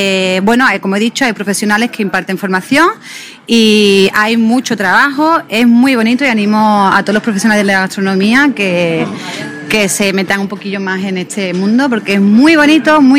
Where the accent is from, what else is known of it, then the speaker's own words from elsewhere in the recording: Cádiz, Andalusia, Spain; accent: Andalusian; moved away as an adult; also born or lived in Madrid / Ibiza / Barcelona; De Cádiz, soy de Cádiz, acabo de llegar aquí a probar a ver qué tal esta tierra, que me gusta muchísimo, por cierto. Y nada, llevo dos semanitas